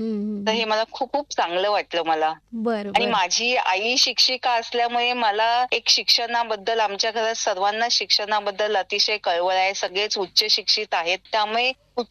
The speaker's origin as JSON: {"language": "Marathi", "town": "Mumbai", "region": "Maharashtra", "country": "India", "tie": "born or raised there", "moved": "as an adult", "lives_now": "Pune, India", "said": "मी मूळची मुंबईची. माझं शालेय शिक्षण आणि कॉलेजचं शिक्षण 12वी पर्यंत मुंबईतच झालं आणि परेलच्या KEM हॉस्पिटल मधून मी MBBS ची डिग्री घेतली आणि त्याच्यानंतर मी लग्नानंतर पुण्यात स्थायिक झाले"}